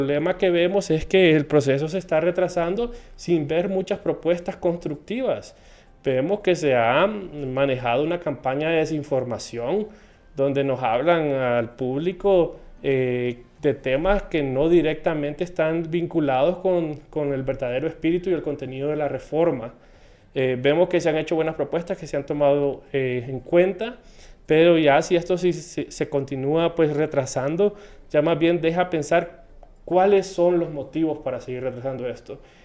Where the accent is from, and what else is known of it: Honduras